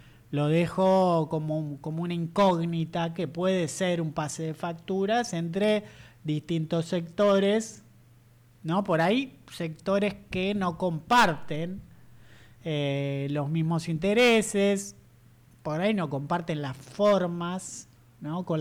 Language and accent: Spanish; Argentina; es la realidad que tenemos todos los argentinos.